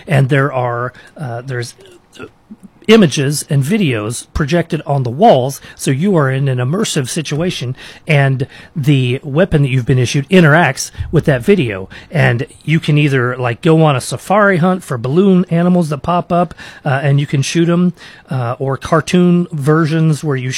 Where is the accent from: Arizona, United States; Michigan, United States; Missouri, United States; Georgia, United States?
Missouri, United States; Sedalia; I remember when they moved that rail car in Sedalia. I grew up in Sedalia.